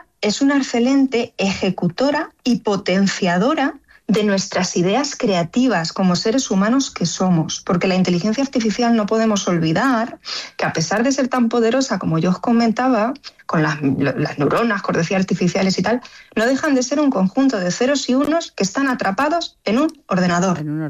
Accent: Villarrobledo, Castilla-La Mancha, Spain; porque yo soy de Villarrobledo, anda, así que aunque anda, ahora vivo ahora vivo en Chinchilla de Montaragón, pero soy de Villarrobledo.

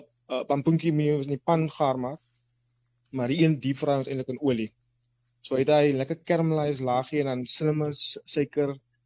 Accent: Klein Mosselbaai, Western Cape, South Africa; moved away as an adult; now in Stellenbosch, South Africa; Ek het getrek uit Klein Mosselbaai hier in tot in Stellenbosch.

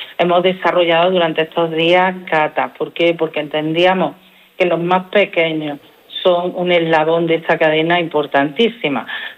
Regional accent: Montoro, Andalusia, Spain; qué bonito es mi pueblo. Y es verdad, y es bonito nuestro pueblo. Ha sido un pueblo con mucha tradición, con una historia muy muy forjada

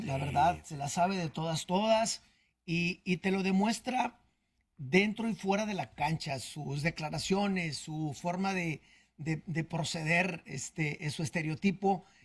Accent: Mexico; Yo estuve pero es un sentimiento como mexicano.

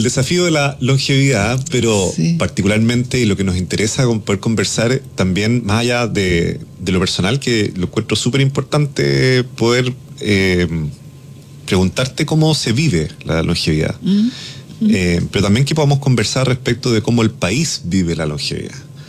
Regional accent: Chile

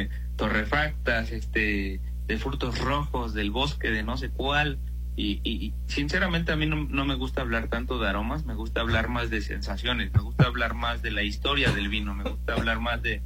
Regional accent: Mexico; nosotros como mexicanos, pues crecimos con una cultura en la cual tenemos frutas increíbles, flores, especias

